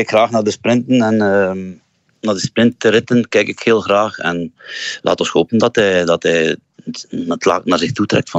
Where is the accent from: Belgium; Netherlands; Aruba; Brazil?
Belgium; Zwalm, East Flanders; Bertrand, dat was een streekgenoot van mij vroeger. Ik kom uit Zwalm.